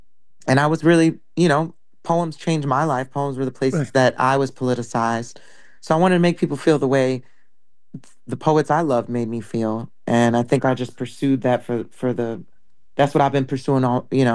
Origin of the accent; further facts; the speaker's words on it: New York City, New York, United States; I am originally from, I was born in Brooklyn. Spent a lot of time raised in different parts of the city, but mostly Brooklyn.